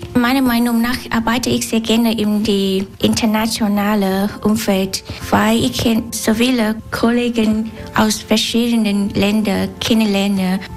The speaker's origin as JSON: {"language": "German", "town": "My Tho", "region": "Tiền Giang", "country": "Vietnam", "second_language": "German", "moved": "as an adult", "lives_now": "Germany", "said": "Ich komme aus Süden von Vietnam, in der Nähe Ho Chi Minh Stadt, die kleine Stadt, Mei Tho Stadt."}